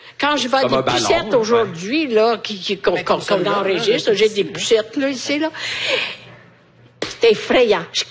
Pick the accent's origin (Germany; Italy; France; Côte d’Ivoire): Italy; now in Canada; Moi, j'ai pas de maison. J'ai rien. Puis c'est l'hiver. Chez nous, en Italie, il fait chaud.